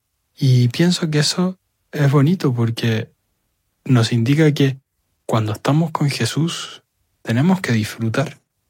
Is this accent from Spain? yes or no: no; Chile; moved away; Esa alegría que en mi país se dice, entre comillas, guatita llena, corazón contento.